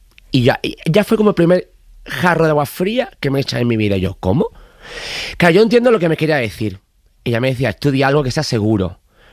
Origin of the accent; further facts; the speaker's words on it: a village in Cádiz province, Andalusia, Spain; also born or lived in San Fernando, Cádiz; toda mi infancia la viví en Alcaldelo Azul, que es un pueblo de Cádiz. Luego ya después de bachillerato y tal, me mudé a San Fernando, a la isla, a la de Cádiz.